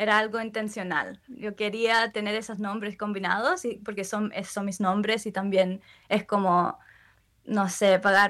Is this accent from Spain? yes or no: no; Australia; first language English; Spanish is a second language; la cultura y el lenguaje era muy presente cuando estaba creciendo, aunque nací acá